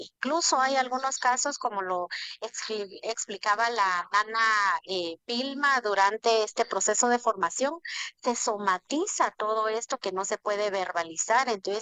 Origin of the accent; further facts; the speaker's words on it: Guatemala; como seres humanos, como guatemaltecos y guatemaltecas, debemos ser responsables para cuidar también nuestra madre tierra